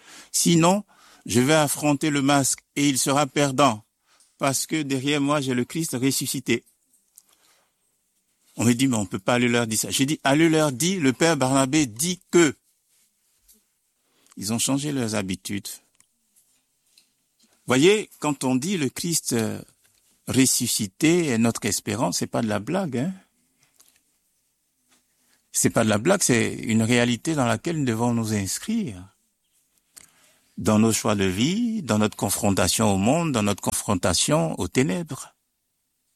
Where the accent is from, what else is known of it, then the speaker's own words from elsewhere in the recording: Côte d’Ivoire; moved away as an adult; also born or lived in Switzerland; Alors moi, je suis originaire de la Côte d'Ivoire.